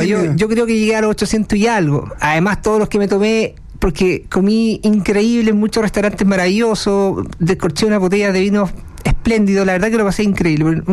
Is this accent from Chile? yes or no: yes; Chile; Yo tuve la suerte de ser invitado el año pasado como único chileno en este certamen